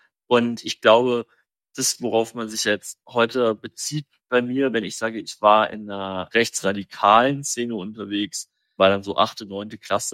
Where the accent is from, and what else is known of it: Germany